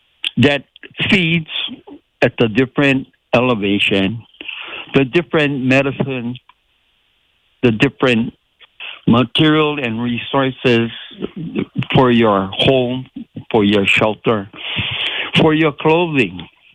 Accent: Hawaii, United States; we are from Hawaii

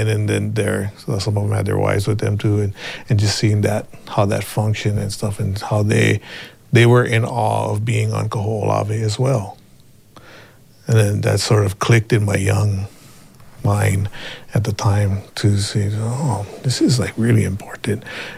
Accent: Kahalu'u, Hawaii, United States; from Kahalu'u, Oahu. That's where I was raised. And I was a Hawaiian language major here at the university.

